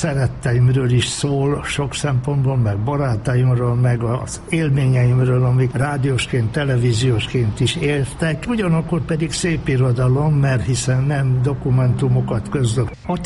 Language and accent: Hungarian; Győr, Győr-Moson-Sopron, Hungary; also born or lived in Budapest; Budapesten születtem, de hogy mondani szoktam, hogy eszmélésem város a Győr, mert hát fél éves korom oda kerültem. Tehát minden emlékem, élményem Győrhöz, azon belül Réfaluhoz, ez a Duna kicsit falusias partján volt akkor. Még néhány évvel ezelőtt megvolt a kert, ahol én fölnőttem és ahol éltünk.